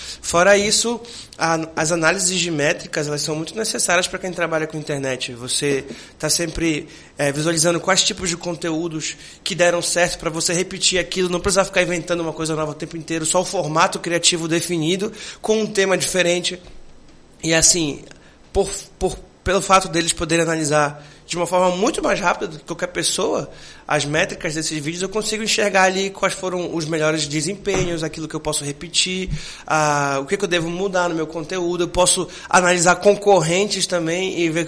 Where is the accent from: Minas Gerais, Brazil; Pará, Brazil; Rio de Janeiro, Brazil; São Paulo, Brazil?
Pará, Brazil; accent: Paraense